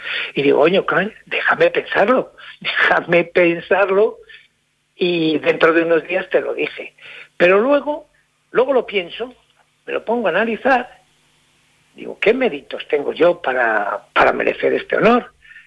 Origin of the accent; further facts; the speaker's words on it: Peñaranda de Bracamonte, Castile and León, Spain; yo no nací en Peña Aranda, yo vine aquí a los 6 años.